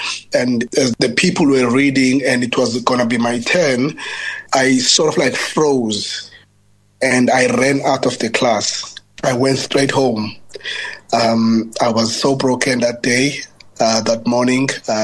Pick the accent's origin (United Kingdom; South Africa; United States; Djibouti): South Africa; Ilitha Park, Eastern Cape; Growing up in Ilitha Park, Ilitha Park is a suburb in South Africa that was catered for people that were working for the government.